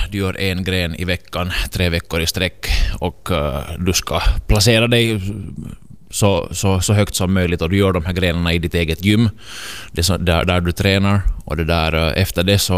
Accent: Karis, Uusimaa, Finland; moved away as an adult; Jag är ju född och uppvuxen i Karis

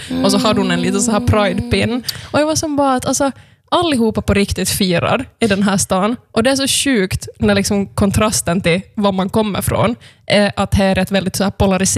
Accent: Jakobstad, Ostrobothnia, Finland; born there; moved away; vi flyttade från Jeppis

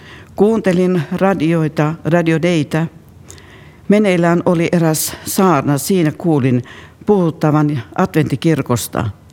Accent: Sweden; moved away as an adult; now in Finland; Tulen Ruotsista. Olen asunut 50 vuotta Ruotsissa ja muutin tänne Suomeen 8 vuotta sitten.

